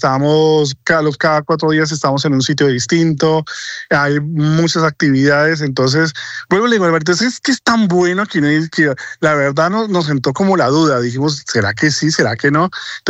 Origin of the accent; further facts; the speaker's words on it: Huila, Colombia; born there; moved away; Sí, es mi tierrita, ya, ese claro. Sí lo conozco perfectamente.